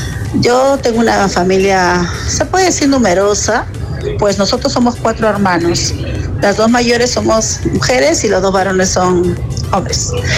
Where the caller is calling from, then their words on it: Lima, Peru; de Cercado de Lima.